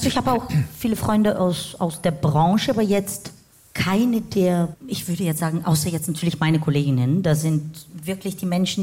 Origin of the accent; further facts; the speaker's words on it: Bulgaria; now in Germany; als Bulgarin, die in Deutschland lebt